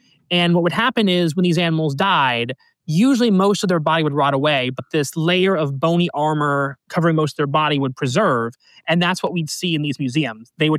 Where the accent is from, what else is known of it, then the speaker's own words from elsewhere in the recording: Cleveland, Ohio, United States; They're from Cleveland, so I was interested in stuff from my hometown